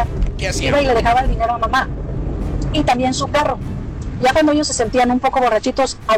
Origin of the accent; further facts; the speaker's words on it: Tijuana, Baja California, Mexico; born there; yo nací aquí en Tijuana y voy a cumplir 58 años.